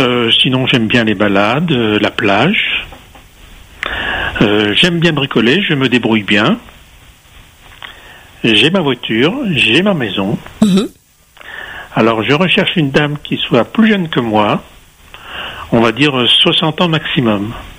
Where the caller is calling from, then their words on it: La Possession, Réunion; j'habite à La Possession.